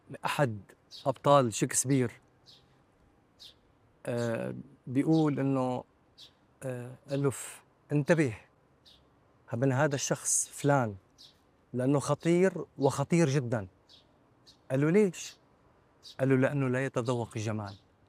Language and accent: Arabic; Syria